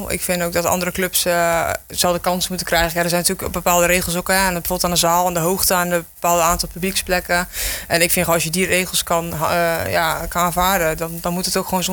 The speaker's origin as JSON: {"language": "Dutch", "region": "Overijssel", "country": "Netherlands", "moved": "yes", "lives_now": "Rijswijk, Netherlands", "said": "Nou, in de basis kom ik natuurlijk uit Twente, bij Apollo 8 weg."}